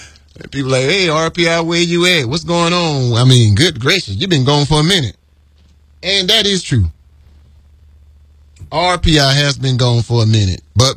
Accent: Aiken, South Carolina, United States; Aiken, South Carolina, since that is my hometown.

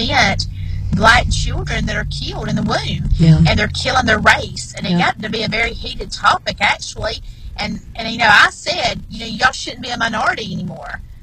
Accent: Georgia, United States; born or raised there

